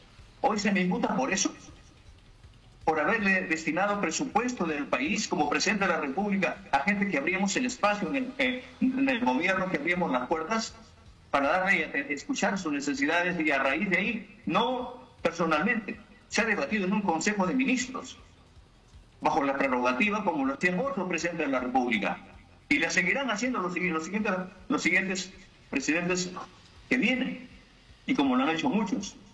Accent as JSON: {"language": "Spanish", "country": "Peru", "said": "Vengo del Perú profundo, vengo de donde viene la necesidad"}